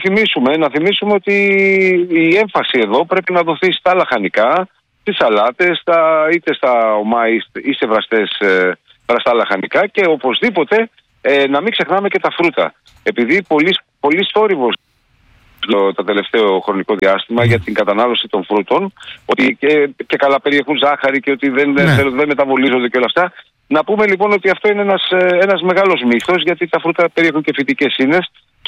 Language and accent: Greek; Greece; η πατρίδα μας, η Ελλάδα